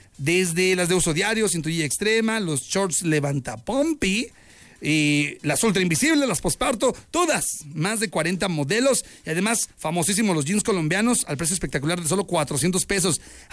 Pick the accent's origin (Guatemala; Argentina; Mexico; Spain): Mexico; Saltillo, Coahuila; ¿Ya vio cómo somos los de Saltillo?